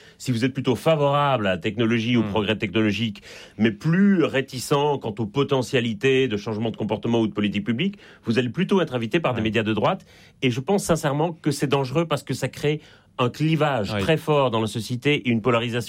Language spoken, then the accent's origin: French; Belgium; now in Paris, France; ça s'entend un peu d'ailleurs à mon accent. Je suis en Belgique et je ne suis pas né en France, même si j'habite